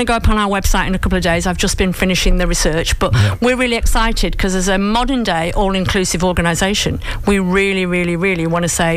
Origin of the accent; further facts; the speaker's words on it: United Kingdom; moved away as an adult; now in Australia; one of my big shocks as a Brit coming here